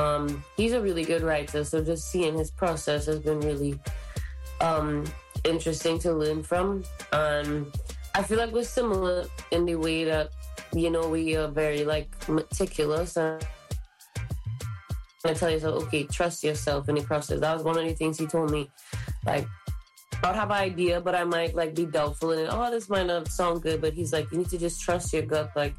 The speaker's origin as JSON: {"language": "English", "country": "Dominica", "tie": "born or raised there", "also_born_or_lived": "Trinidad and Tobago / Barbados", "said": "like, I'm mixed because I'm from Trinidad. My dad's from Dominica. And, you know, there's no... Dominica is really not getting that shine from bouillon music, you know. And I grew up in Dominica."}